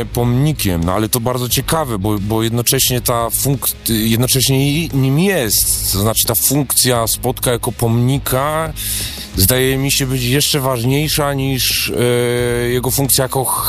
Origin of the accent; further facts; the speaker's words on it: Silesian Voivodeship, Poland